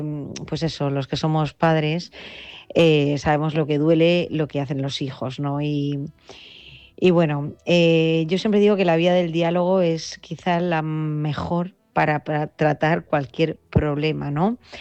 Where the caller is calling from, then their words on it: Murcia, Region of Murcia, Spain; Buenas noches, Álvaro. … de Murcia.